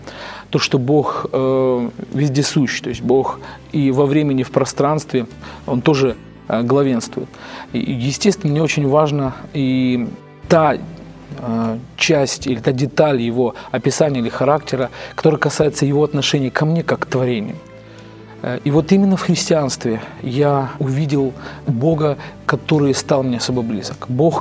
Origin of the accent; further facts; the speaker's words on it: Dnipro, Dnipropetrovsk Oblast, Ukraine; И когда я говорю, что вот по национальности я татарин, все очень четко определяют: ты мусульманин. Но когда спрашивали, откуда я приехал, я говорил: из Днепропетровска, с Украины.